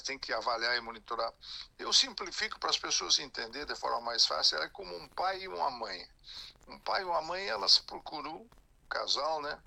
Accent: Rio Grande do Sul, Brazil; now in Brasília, Brazil; lá na região das missões, de onde que eu venho, lá da região de Santo Ângelo, São Borja, terra do Getúlio Vargas, né? Na fronteira com a Argentina, com o Uruguai.

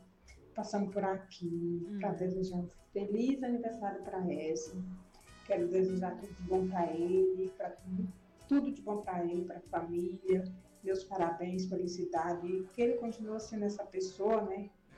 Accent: Carolina, Maranhão, Brazil; Me lembrou minha adolescência lá na Fazenda Campo Grande, no município de Carolina, Maranhão.

